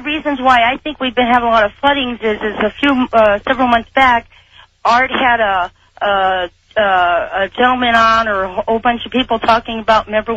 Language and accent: English; Washington, United States; I'm from Washington State.